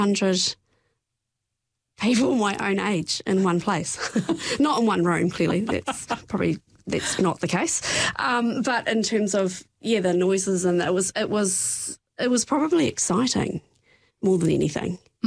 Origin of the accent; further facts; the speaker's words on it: Ranfurly, Otago, New Zealand; moved away as an adult; I came from Ranfurly, grew up in Ranfurly, and we lived just, you know, you wouldn't say outskirts, but a few blocks back from the main bit, I suppose you'd say. So pretty quiet, you know, and we didn't have neighbours close by.